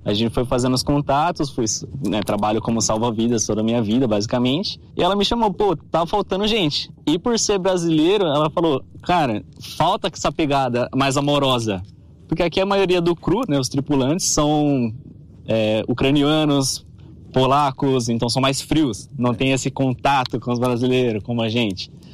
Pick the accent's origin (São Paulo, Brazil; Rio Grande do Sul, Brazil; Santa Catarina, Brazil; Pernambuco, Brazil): São Paulo, Brazil; moved away as an adult; now in Texas, United States; Nasci em São Paulo, fui criado em São Paulo toda a minha vida. E no último ano mudei para o Texas toda a minha vida.